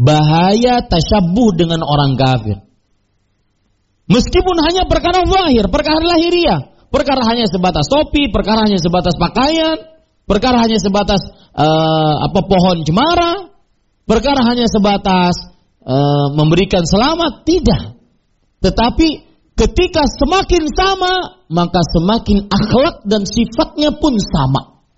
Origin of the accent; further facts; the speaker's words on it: Banjar, South Kalimantan, Indonesia; Kita orang Banjar ke Jawa.